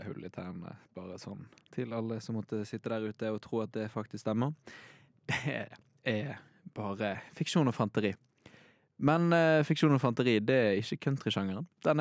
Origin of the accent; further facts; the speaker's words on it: Bergen, Vestland, Norway; Jeg er en bygutt fra Bergen.